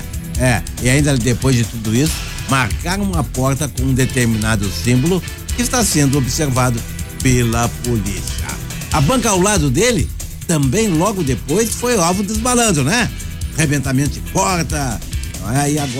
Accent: Porto Alegre, Rio Grande do Sul, Brazil; Digo que é o bairro onde eu me criei. É, cheguei lá garoto de 2 anos e fiquei lá até os 16 anos.

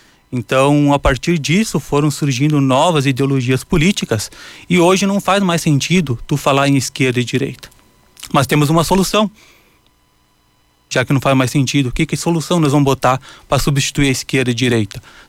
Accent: Encantado, Rio Grande do Sul, Brazil; Eu nasci aqui em Encantado, sou morador do bairro Porto 15 e passei minha infância inteira aí na Prainha do Picão

